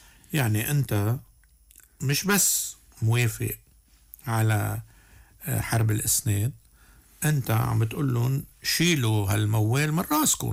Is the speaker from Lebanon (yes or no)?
yes; Lebanon; نحن مواطنين لبنانيين